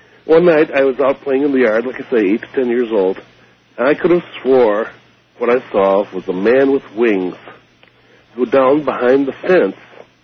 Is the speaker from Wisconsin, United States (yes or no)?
yes; Wisconsin, United States; born there; now in Monroe, United States; we lived on a farm between Darlington and Schultzburg, Wisconsin, kind of a hilly farmland with small woods here and there.